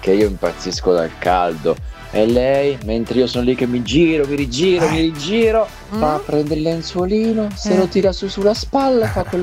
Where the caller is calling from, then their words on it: Turin, Piedmont, Italy; da Torino.